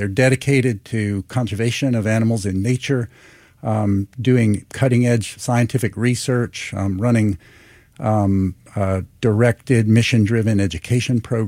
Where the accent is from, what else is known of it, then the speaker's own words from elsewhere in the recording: Atlanta, Georgia, United States; I grew up in Atlanta, Georgia. As a child, With my four brothers, we spent many days at what was then called the Grant Park Zoo in Atlanta.